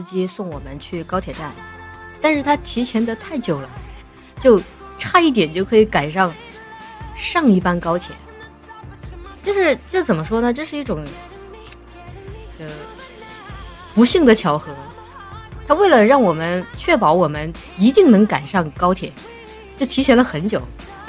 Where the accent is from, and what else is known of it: China